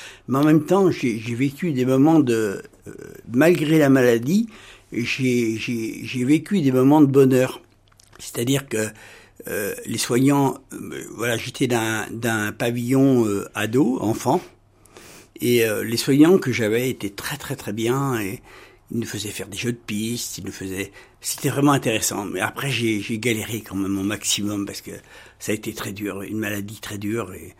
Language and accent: French; Cholet, Pays de la Loire, France; also born or lived in La Roche-sur-Yon; je suis né à Cholet en 1961, j'ai donc 65 ans à peine. Je les aurai à la fin de l'année. Et j'ai habité la Bruchière avec mes parents bien entendu, mes frères et sœurs. Une enfance, dirais-je, à peu près normale jusqu'à l'âge de 14 ans